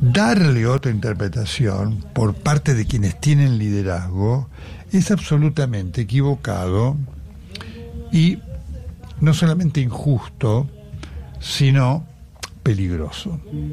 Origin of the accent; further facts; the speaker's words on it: Argentina; No somos de lo peor. No somos los mejores del mundo, pero nos sentimos orgullosos de ser los que somos.